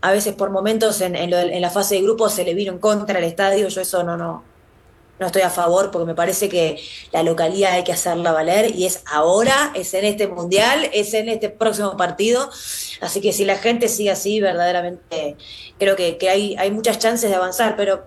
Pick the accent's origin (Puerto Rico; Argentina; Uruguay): Argentina; Nos ha pasado a nosotros también, como argentinos